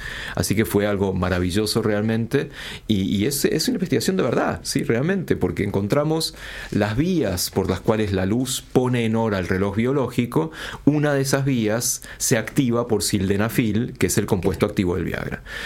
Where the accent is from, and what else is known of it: Argentina